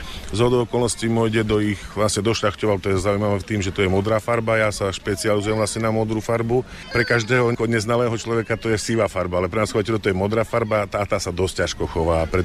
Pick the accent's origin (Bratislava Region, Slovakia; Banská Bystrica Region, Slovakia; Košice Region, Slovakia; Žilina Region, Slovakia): Košice Region, Slovakia; Žbince; now in Sliepkovce, Slovakia; ja som rodák zo Žbínec a do Sliepkovec som sa prisťahoval